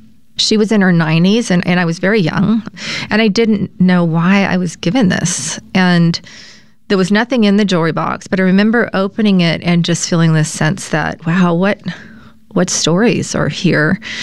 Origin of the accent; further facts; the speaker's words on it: Louisiana, United States; So yes, I grew up in Louisiana myself. I grew up in the southwest part of the state.